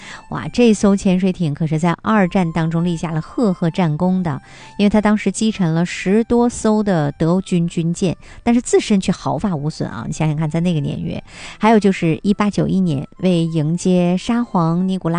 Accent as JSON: {"language": "Chinese", "region": "Northeast China", "country": "China", "said": "这也是独属于我们东北人的出境游的福利啊。"}